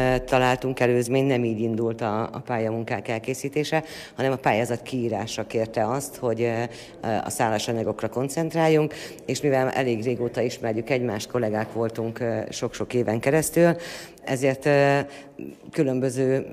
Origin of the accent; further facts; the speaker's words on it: Kisújszállás, Jász-Nagykun-Szolnok, Hungary; Onnan jövünk, Kisújszállásról jövünk, ott élünk mind a ketten.